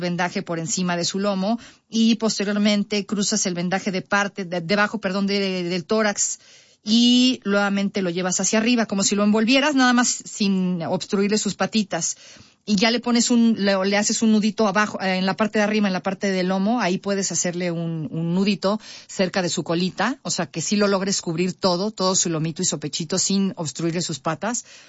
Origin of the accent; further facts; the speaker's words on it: Mexico; Pues usted sabe, pues somos guatequeros. Nos gusta el mitote a los mexicanos. Así somos.